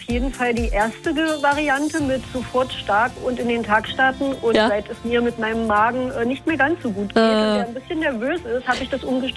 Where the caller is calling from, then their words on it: Brandenburg an der Havel, Brandenburg, Germany; Oh, ich bin aus Brandenburg an der Havelhe.